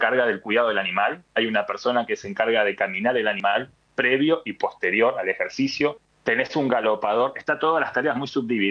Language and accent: Spanish; Argentina; now in United States